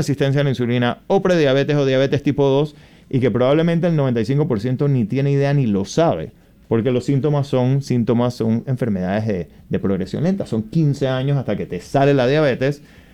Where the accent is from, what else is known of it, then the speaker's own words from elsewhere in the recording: Panama; born there; Yo nací en Panamá, yo soy panameño